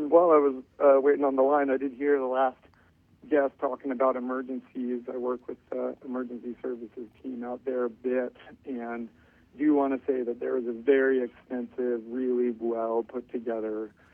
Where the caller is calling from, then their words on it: Boise, Idaho, United States; I am calling from Boise, Idaho.